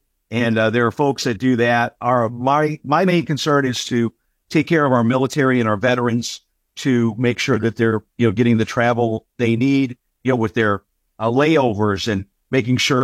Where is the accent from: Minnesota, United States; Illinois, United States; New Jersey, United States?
Illinois, United States; Chicago; Oh my gosh, I'm from Chicago. So I'd love to go back to Chicago and go to a couple Cubs games and eat some great pizza.